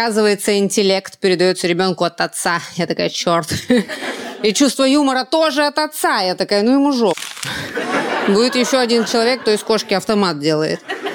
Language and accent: Russian; Kamchatka Krai, Russia; now in Moscow, Russia; я родом с Камчатки